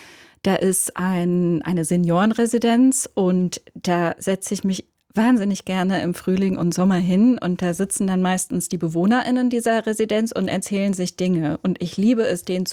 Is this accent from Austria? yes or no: no; Switzerland; accent: Swiss German; first language Swiss German; meine Muttersprache der Dialekt, also das Schweizerdeutsche ist